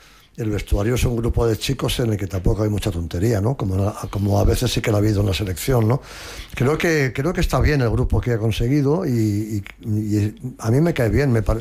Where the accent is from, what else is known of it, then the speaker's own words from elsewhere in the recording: Spain; Hay un tercer español que soy yo